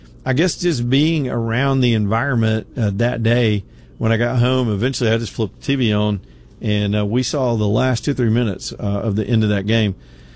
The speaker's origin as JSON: {"language": "English", "country": "United States", "said": "It's just maybe it's because I'm too American."}